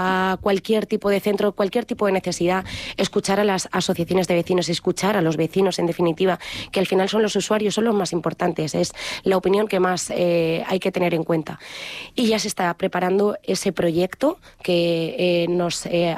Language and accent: Spanish; Talavera de la Reina, Castilla-La Mancha, Spain; Nosotros también somos ciudadanos de Talavera